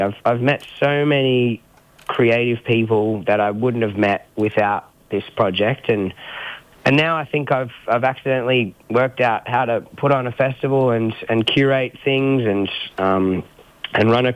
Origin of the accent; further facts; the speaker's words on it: Brisbane, Queensland, Australia; Because I grew up in Wynnum and I thought that as a creative guy, I needed to be anywhere other than there.